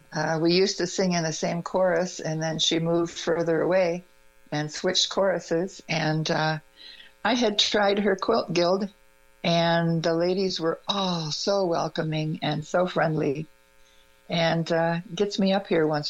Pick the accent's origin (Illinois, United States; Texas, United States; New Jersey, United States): Illinois, United States; I'm from Illinois.